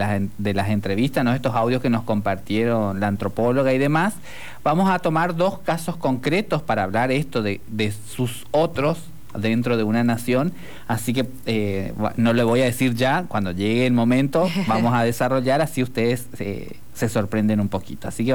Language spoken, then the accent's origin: Spanish; Argentina; como argentinos, por ejemplo, pero en realidad como latinoamericanos.